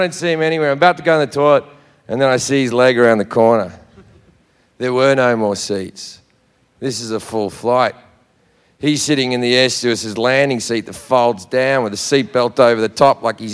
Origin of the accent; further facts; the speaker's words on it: Australia; And I was like, that's the British. I'm Australian, you fucking racist.